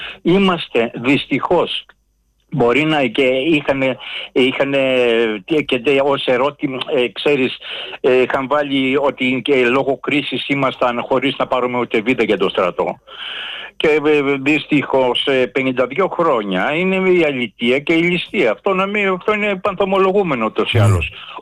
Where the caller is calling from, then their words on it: North Aegean, Greece; Επειδή εγώ είμαι και από το Ανατολικό Αιγαίο, θα χρειαζόμαστε ειδική άδεια Τουρκίας για να πάμε στα νησιά μας.